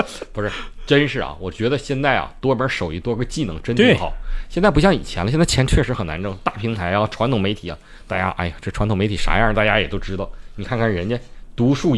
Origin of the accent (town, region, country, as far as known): Northeast China, China; accent: Northeastern (Dongbei) dialect